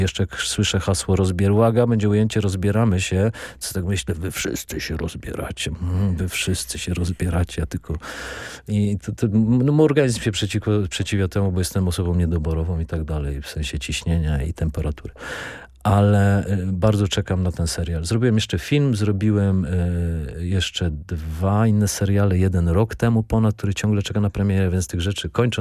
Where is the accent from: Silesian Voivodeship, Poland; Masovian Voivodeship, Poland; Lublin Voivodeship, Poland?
Silesian Voivodeship, Poland; Sosnowiec; Ja jestem z Sosnowca